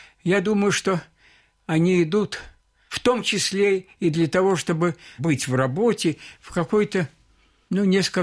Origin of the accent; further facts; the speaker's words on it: Moscow, Russia; born there; Я родился в Москве.